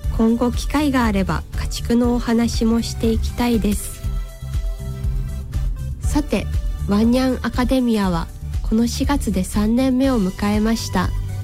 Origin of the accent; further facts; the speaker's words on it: Takizawa, Iwate, Japan; also born or lived in Hokkaido; 私の出身地はスイカとチャグチャグうまっこで有名な滝沢市です。2013年までは人口日本一の村としても有名でした。